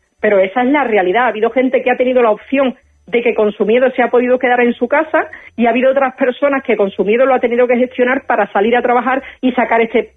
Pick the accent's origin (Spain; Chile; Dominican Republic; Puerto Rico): Spain; Ceuta; yo me siento profundamente orgullosa de ser española y por suerte he nacido 20 kilómetros más para acá y soy de Ceuta.